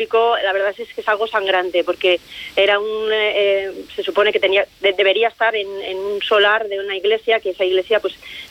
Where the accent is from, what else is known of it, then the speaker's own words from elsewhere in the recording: Cervera, Spain; también para los que somos de Cervera y los que entendemos que las cosas han sido así durante muchos años